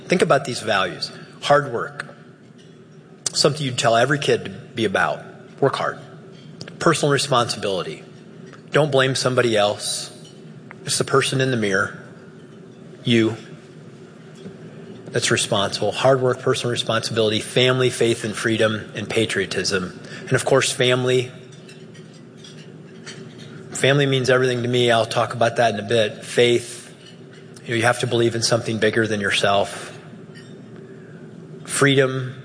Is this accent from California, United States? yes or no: no; rural Williams County, Ohio, United States; I was raised on County Road J in rural Williams County.